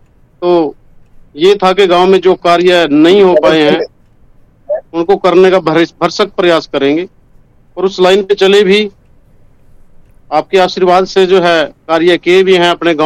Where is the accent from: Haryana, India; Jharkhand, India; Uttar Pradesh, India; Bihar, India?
Haryana, India; हमारे गांव में, हमारे बिलासपुर पास लगता है